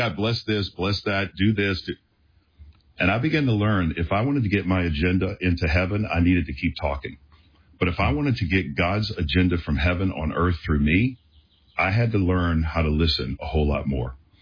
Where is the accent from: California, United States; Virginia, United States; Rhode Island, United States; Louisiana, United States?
Louisiana, United States; New Orleans; born or raised there